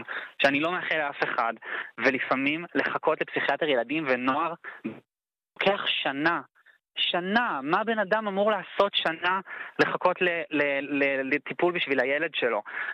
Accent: England, United Kingdom; now in Israel; תראה, אני גדלתי בחול, גדלתי באנגליה, למדתי בבית ספר לא בארץ, והחלטתי להיות כאן רופא.

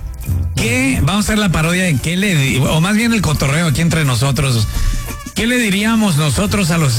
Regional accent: Mexico; ¿Qué le diríamos a ellos si llegaran a nuestras casas como mexicanos

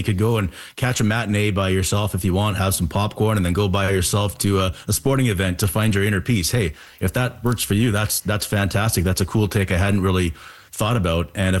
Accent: Kamloops, British Columbia, Canada; So I grew up playing rugby, and once you graduate into the men's ranks, what happens is you go down. So we're from Kamloops. We take the bus down to Vancouver

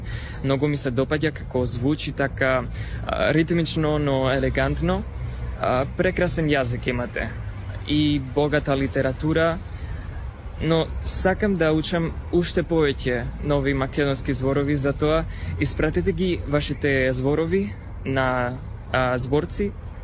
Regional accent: Barcelona, Catalonia, Spain; Macedonian is a second language; студент од Барселона кој учи македонски. Почнав пред 6 години, без учител, само со учебник за самостојно учење.

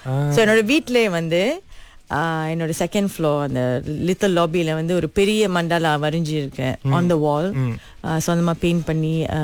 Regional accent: Kuala Lumpur, Federal Territory of Kuala Lumpur, Malaysia; Okay, நான் பிறந்து வளர்ந்ததெல்லாம் கோலாலம்பூர்ல தான். இங்கதான் எல்லாமே.

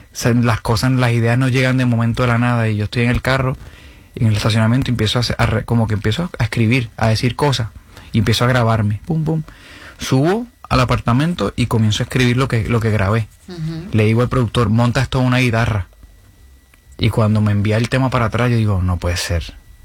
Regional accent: Venezuela; Soy venezolano, voy para arriba, voy para adelante

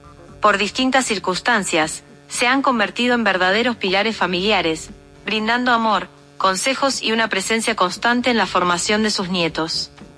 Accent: Argentina; now in Mexico; la argentina más mexicana.

